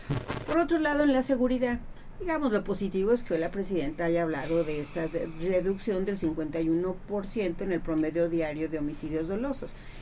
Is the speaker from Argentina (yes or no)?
no; Mexico